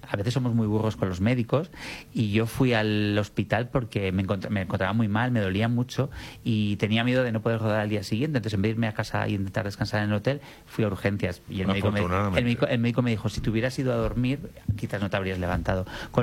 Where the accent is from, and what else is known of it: Pamplona, Navarre, Spain; born or raised there; now in Madrid, Spain